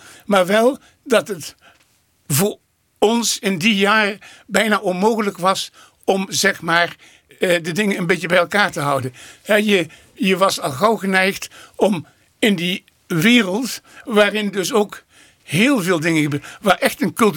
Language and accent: Dutch; Venlo, Limburg, Netherlands; En dus in het stadje Venlo, waar ik geboren ben en getogen ben. Ja, en daar heb ik dus ook, zeg maar, de jaren 60 beleefd.